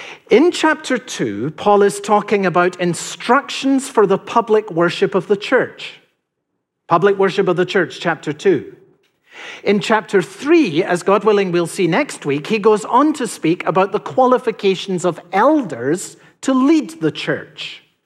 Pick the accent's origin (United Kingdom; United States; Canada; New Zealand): United Kingdom; Edinburgh, Scotland